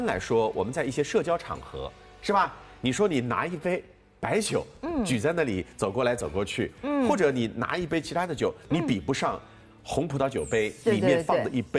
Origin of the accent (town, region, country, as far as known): Shanghai, China